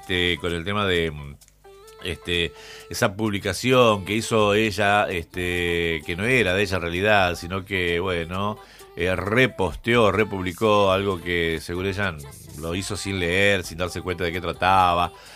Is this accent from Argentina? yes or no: yes; Argentina; ella sabe cómo somos los argentinos